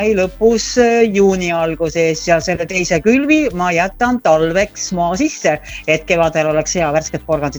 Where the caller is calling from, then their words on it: Pärnu County, Estonia; siin Pärnu maakonnast, kus te mind kätte saite, hetke tagasi paistis päike, praegu on pilves ja just tulin aiatöödelt, elan maapiirkonnas ja oman aiamaad.